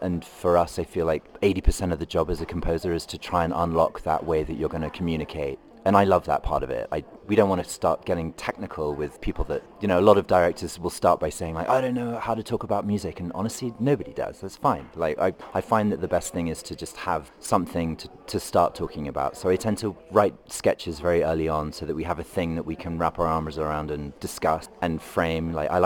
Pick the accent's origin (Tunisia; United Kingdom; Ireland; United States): United Kingdom; London; I grew up in London as a kid in the 1980s